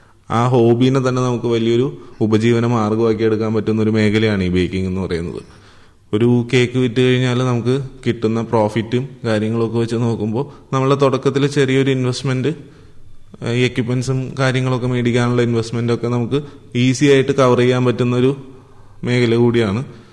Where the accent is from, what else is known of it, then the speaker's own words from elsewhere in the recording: Ernakulam, Kerala, India; ഞാൻ എറണാകുളം സ്വദേശിയാണ്.